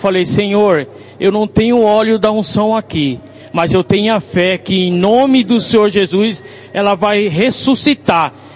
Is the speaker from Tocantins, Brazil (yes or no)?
no; Diadema, São Paulo, Brazil; Eu venho de Diadema.